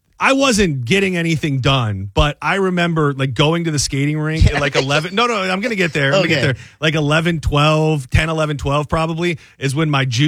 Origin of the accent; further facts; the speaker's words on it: Lapeer, Michigan, United States; He's from Lapeer. He's from my hometown.